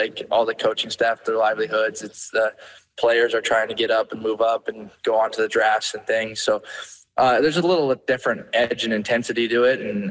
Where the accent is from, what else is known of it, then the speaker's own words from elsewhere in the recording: Canada; obviously being a Canadian kid, the Blue Jays is always at the top of the list